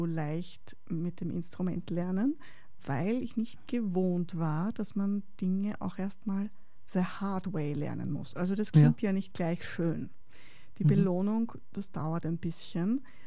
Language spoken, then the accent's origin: German; Vienna, Austria; moved away; ich komme ja ursprünglich aus Wien